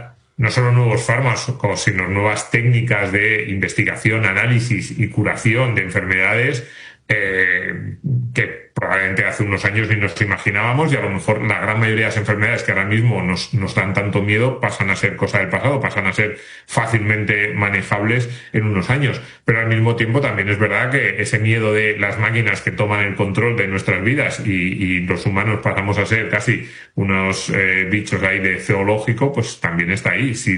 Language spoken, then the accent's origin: Spanish; Asturias, Spain; Me voy a quedar aquí en mi pueblo en Asturias